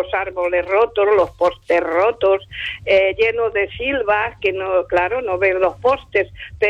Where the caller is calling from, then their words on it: O Pereiro de Aguiar, Galicia, Spain; Buenos días, mira, te llamo desde Cortiñas, desde o Pereiro da Guiar.